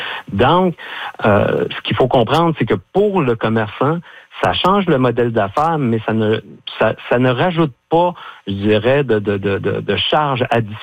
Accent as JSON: {"language": "French", "region": "Quebec", "country": "Canada", "said": "On vient de la Côte-Nord, on est sur la Côte-Nord."}